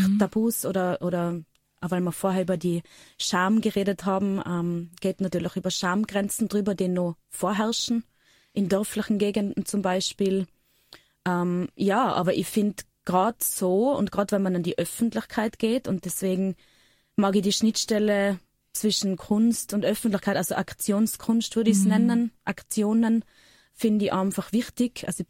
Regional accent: Tyrol, Austria; Ich bin auch Tirolerin

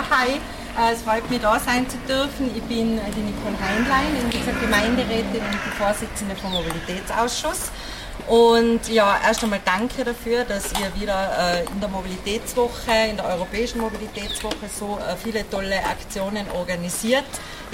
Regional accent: Tyrol, Austria; Ich bin am Land aufgewachsen, in einem Dorfkind. Nein, nicht in Innsbruck, im Oberland.

